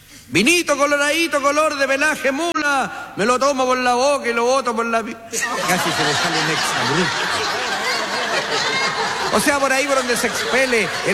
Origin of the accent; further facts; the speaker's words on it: Temuco, Araucanía, Chile; Bueno, lo que pasa es que yo soy de Temuco. Temuco es una ciudad muy bonita, oiga.